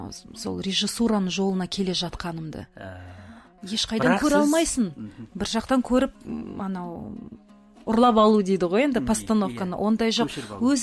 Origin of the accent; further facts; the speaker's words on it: Rudny, Kostanay Region, Kazakhstan; born there; 2 жыл өзім туған жерім Қостанай облысы Рудный қаласы. Сол Рудныйда музыкальный училище болатын.